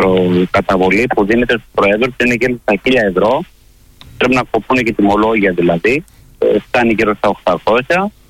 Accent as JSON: {"language": "Greek", "country": "Greece"}